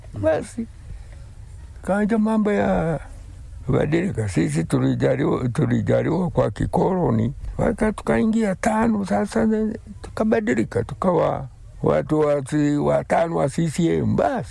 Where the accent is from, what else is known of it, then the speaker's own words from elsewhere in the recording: Tegeruka, Mara, Tanzania; moved away as an adult; also born or lived in Bukwaya; now in Bunda, Tanzania; Nilijaliwa Bukwaya, nilikulia Tegeruka. Basi mpaka mwaka 68 ndio nilihamia hapa Bunda. Nimekulia hapa, nimekalia hapa